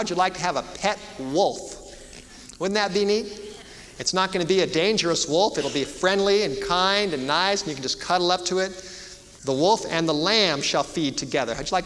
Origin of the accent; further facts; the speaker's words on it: Los Angeles, California, United States; I grew up in the Hollywood Hills and I never had a garden until I moved to North Dakota